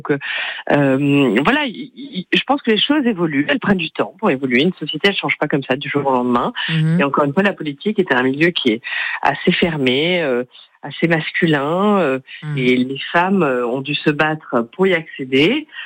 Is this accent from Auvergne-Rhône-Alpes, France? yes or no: no; Calvi, Corsica, France; also born or lived in Bastia; je suis originaire, je suis corse.